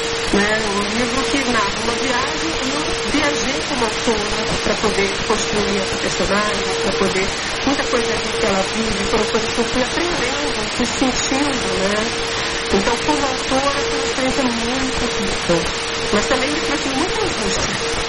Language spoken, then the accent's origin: Portuguese; Brazil; moved away as an adult; now in Portugal; E eu, como brasileira, em Portugal, experimentei um pouco que essa comunidade brasileira experimenta.